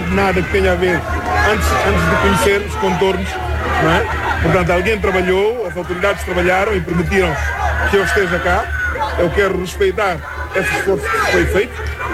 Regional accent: Guinea-Bissau; Eu sou guineense e continuarei, assim que possível, né, este combate. Eu não posso virar costas ao meu povo.

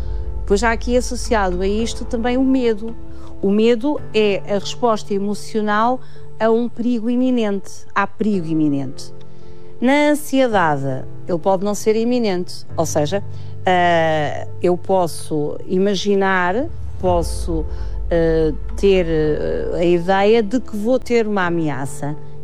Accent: Fornos de Algodres, Centro, Portugal; born there; also born or lived in Fafe; eu posso dizer que sou de Fornos de Algodão, porque a minha mãe é de lá, passei lá mais tempo, mas eu nasci em Fafo, porque o meu pai é de Fafo.

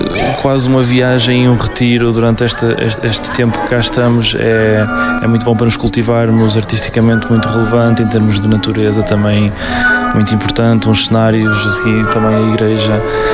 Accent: Vila Nova de Gaia, Norte, Portugal; Eu venho de Arcozelo, Gaia.

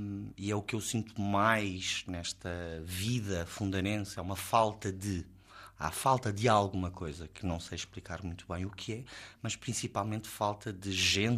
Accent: Lisbon, Portugal; mas eu chegando ali, eu vim de Lisboa, num determinado período, estudava música

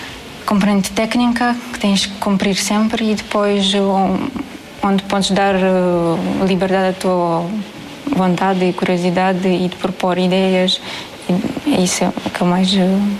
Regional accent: Moldova; now in Portugal; tenho 22 anos, sou da Moldávia e sou aluna do terceiro ano da licenciatura de Arquitetura Paisagista.

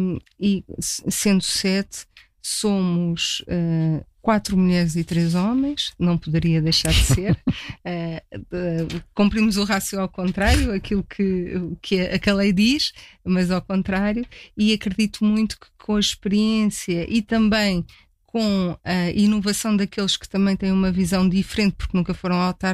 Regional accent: Queluz, Lisbon, Portugal; O gosto pela terra, pela minha terra, onde nasci e vivi toda a vida

